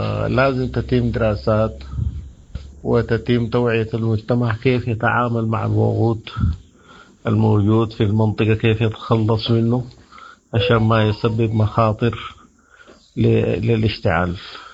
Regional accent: Sudan; عندنا في السودان

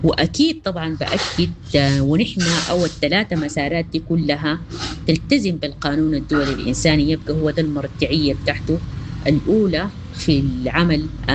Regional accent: Sudan; نحن كسودانيين

